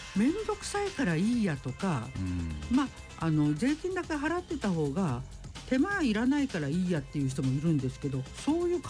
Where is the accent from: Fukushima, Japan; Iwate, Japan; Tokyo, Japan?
Fukushima, Japan; Aizu; moved away; 例えば私の実家が会津にあるんです、はいはい、で誰も住んでないんです